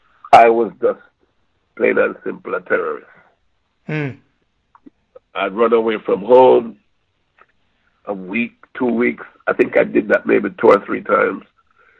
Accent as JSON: {"language": "English", "town": "Clarkstown", "region": "Trelawny", "country": "Jamaica", "tie": "born or raised there", "said": "I was born in Clarkstown, Trelawney, right in the middle of the sugar belt."}